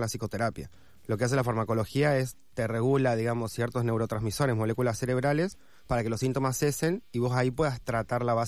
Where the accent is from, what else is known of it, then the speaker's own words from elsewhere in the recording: Neuquén, Argentina; En Neuquén Capital. Neuquén.